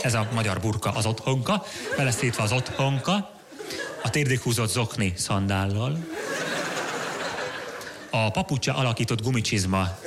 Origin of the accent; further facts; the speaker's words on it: Hungary; Ez a magyar népi sport, ebben nőttünk fel.